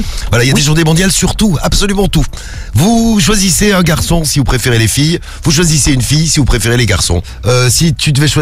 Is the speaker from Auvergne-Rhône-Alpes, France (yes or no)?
yes; Firminy, Auvergne-Rhône-Alpes, France; born there; Non, on est à Firminy. Tu sais que c'est la ville où je suis né, à Firminy.